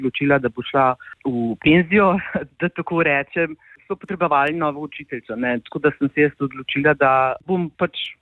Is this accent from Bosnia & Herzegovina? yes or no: yes; Tuzla, Federation of Bosnia and Herzegovina, Bosnia & Herzegovina; jaz sicer prihajam iz Tuzle, študirala sem pa angliščino in francoščino v Ljubljani. Ne? In sem članica lokalne skupnosti slovenske v Tuzli